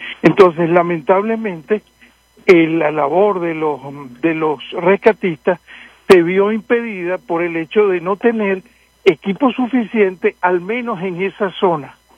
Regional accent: Venezuela; uno siendo venezolano sabe que Venezuela no sabía que, uno sabía que había habido terremotos y que en Caracas había habido un terremoto grande de memoria histórica. Yo era un niño cuando eso ocurrió, en el año 1967.

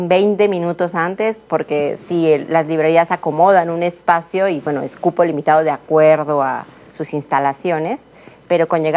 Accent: Mexico; un símbolo que como cultura mexicana esté muy allegado a nosotros

